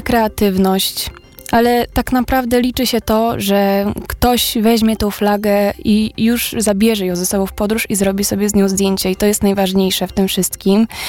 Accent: Masovian Voivodeship, Poland; Jako, że wywodzę się właśnie z Kurpi, to zebrałabym ją tam na swoje tereny.

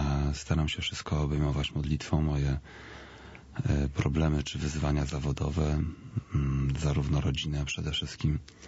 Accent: Łódź Voivodeship, Poland; Ja wzrastałem w małym mieście pod Łodzią. Miasto to gdzieś około 50-60 tysięcy mieszkańców.

